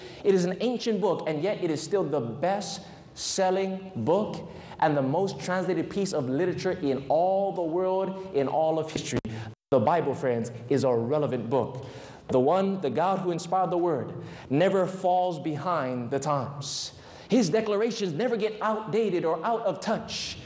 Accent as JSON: {"language": "English", "town": "Waianae", "region": "Hawaii", "country": "United States", "tie": "born or raised there", "said": "growing up in Waianae on the island of Oahu, I got involved in drugs."}